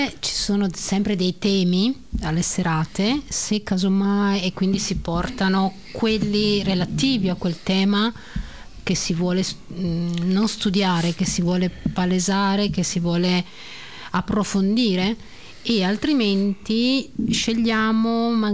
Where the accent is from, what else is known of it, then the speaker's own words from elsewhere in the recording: Sardinia, Italy; Io vengo dalla Sardegna